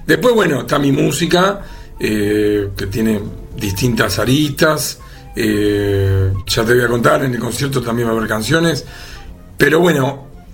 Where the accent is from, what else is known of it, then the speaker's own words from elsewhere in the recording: Argentina; No me considero un músico de jazz, me considero un músico argentino